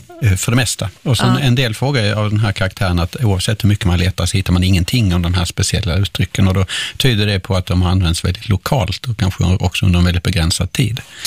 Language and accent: Swedish; Skåne, Sweden; accent: Scanian; I min skånska så betyder det en sticka